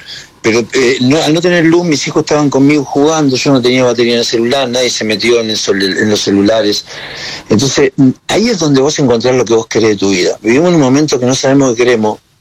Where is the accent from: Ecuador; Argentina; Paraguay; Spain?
Argentina; moved away; Me fui de Argentina, por toda la mierda argentina, por todas las cosas de mierda que suceden en Argentina, y vuelvo por todas las cosas preciosas que tiene Argentina.